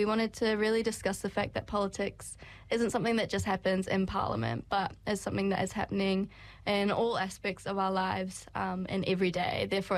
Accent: Hastings, Hawke's Bay, New Zealand; moved away; I'm from Hastings, so in Hawke's Bay.

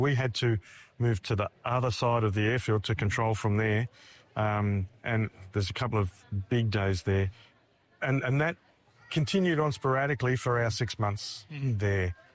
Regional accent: Australia; I'm an Australian.

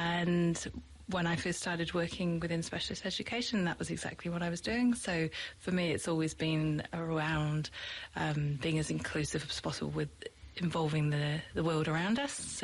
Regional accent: United Kingdom; now in New Zealand

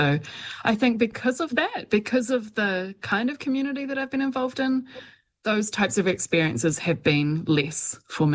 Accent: Auckland, New Zealand; now in Wellington, New Zealand; I grew up in Auckland, like I was saying, and I did start out playing kind of like punky stuff in Auckland

